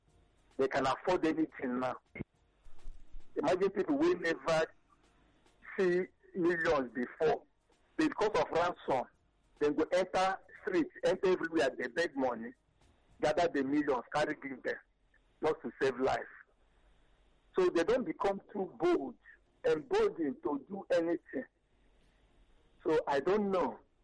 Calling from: Imo, Nigeria; I'm not from the north, so I'm from Imo State

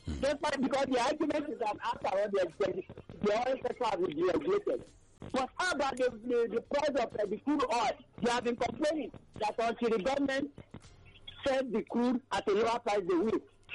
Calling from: Lagos, Nigeria; I'm calling from Abaranje, Ikoti.

